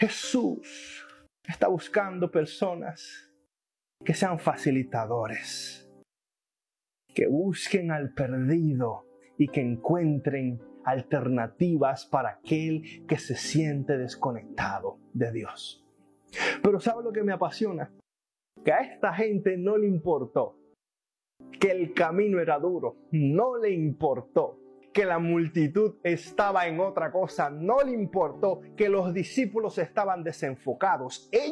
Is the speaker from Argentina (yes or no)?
no; Dominican Republic; En Dominicana nosotros nos encantaba subir a los techos y volar de un lugar para otro. Y los techos en mi país no son como los techos en aquel lugar.